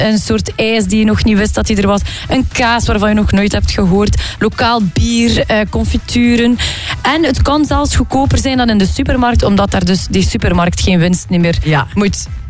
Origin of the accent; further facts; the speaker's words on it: Flanders, Belgium; Bijvoorbeeld bij mij in de buurt, ik ben van het Meetjesland, heb je een website, Goeste Meetjesland